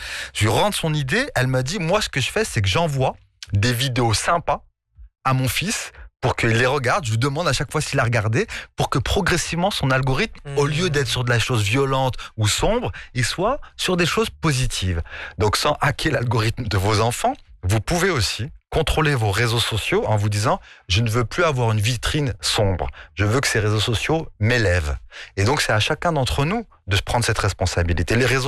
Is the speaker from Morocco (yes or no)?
yes; Morocco; Vous allez vous dire que je suis suisse, mais non, je suis marocain, un maghrébi, mais je vais vous dire et l'un et l'autre.